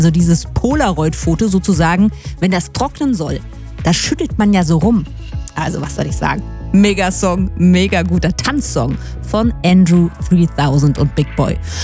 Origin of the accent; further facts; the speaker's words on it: Germany